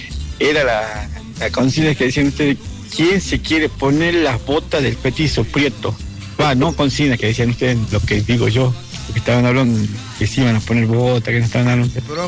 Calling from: El Carril, Salta, Argentina; soy del Carril

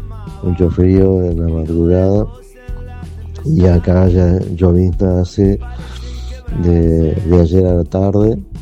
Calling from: Sacanta, Córdoba, Argentina; soy de Sacanta

